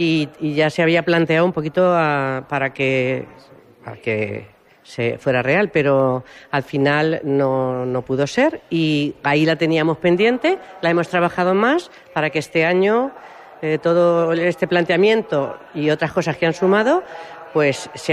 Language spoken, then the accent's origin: Spanish; Albacete, Castilla-La Mancha, Spain; si somos de Albacete y nos hemos criado aquí toda la vida y además en pueblos como nosotras dos, pues conocemos la terminología, cómo se dice gazpacho en La Mancha